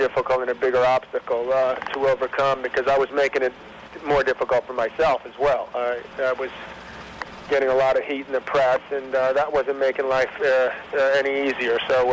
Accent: New York, United States; the way I grew up in New York was completely different to the way things are done in England.

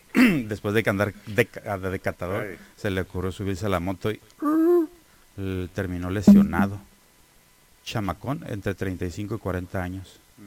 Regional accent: Tijuana, Baja California, Mexico; Claro, yo sí soy de Tijuana.

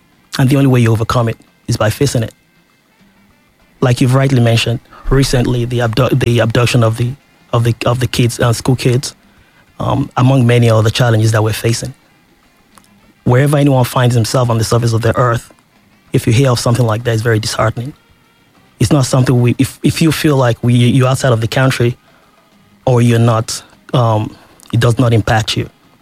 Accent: Ibadan, Oyo, Nigeria; I was born here in Ibadan, at Elekoro, right opposite Wesley College.

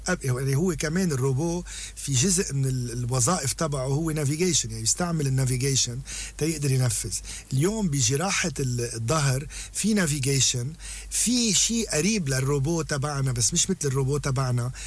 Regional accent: Lebanon; يعني هيدي جراحة نحنا منفتخر فيها كلبنانية

